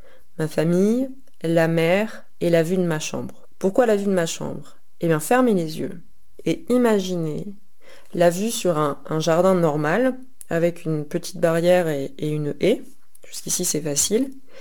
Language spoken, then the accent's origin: French; Vince, Normandy, France; Je viens de Normandie et de ce que l'on appelait anciennement la Basse Normandie. Et plus précisément, je suis née et j'ai grandi à côté d'Avranches, dans le sud Manche, dans un petit village qui s'appelle Vince.